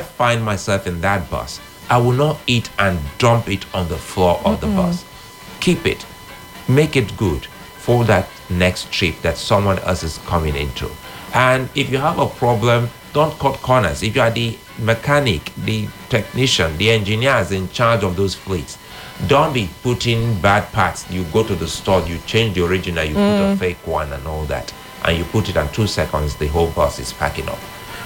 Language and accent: English; Benin City, Edo, Nigeria; my next door neighbor that we grew up here in Benin together.